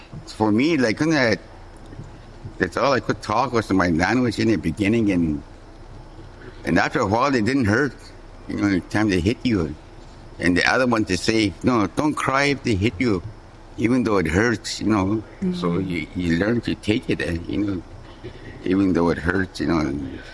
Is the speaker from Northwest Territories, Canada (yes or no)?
yes; Fort Providence, Northwest Territories, Canada; I'm from Fort Providence. They call it Tekagwitin Kwent. And right now, I'm 73 years old.